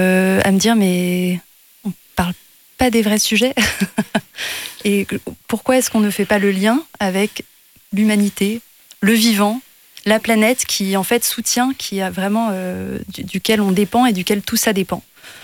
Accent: United Kingdom; J'ai grandi au Royaume-Uni, j'ai vécu plus de 20 ans là-bas. J'ai étudié, voyagé, travaillé beaucoup en Amérique latine et en Asie.

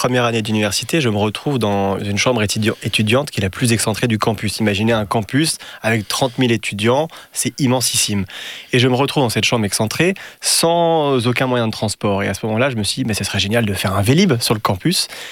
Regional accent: Netherlands; J'ai grandi aux Pays-Bas, ça a joué.

